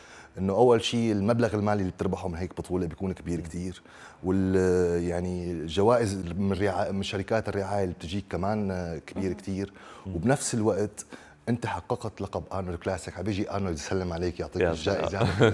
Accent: Syria; moved away; يعني احنا كلاجئين سوريين لما وصلنا على اي بلد اوروبي بتبدا من الصفر. انا واحد بدا من الصفر، يعني لما ابتدي من الصفر لغه ما عندي، الانجليزي ما بحكي، ووصلنا لبلد غريب علينا والثقافه تبعها غريبه

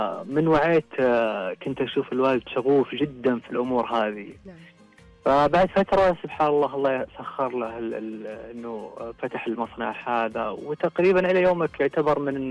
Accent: southern Saudi Arabia, Saudi Arabia

